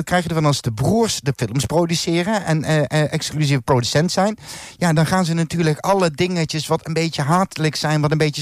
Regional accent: Limburg, Netherlands; Ik ben Limburger.

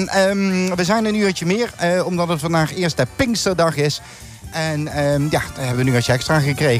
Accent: Sittard, Limburg, Netherlands; ik kom uit Sittard.

